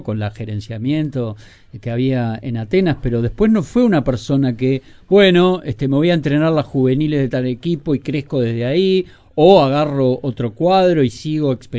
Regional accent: Uruguay; somos todos de Uruguay

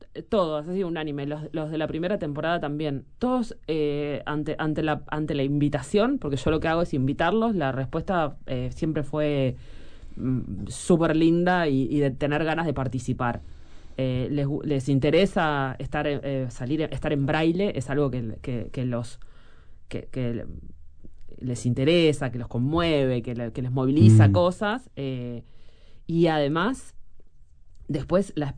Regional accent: Canelones, Uruguay; yo soy de Canelones

